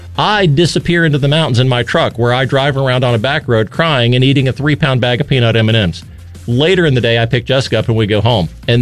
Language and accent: English; Randolph County, United States; Well, obviously, I'm from Randolph County. It's a bit of a homecoming for us.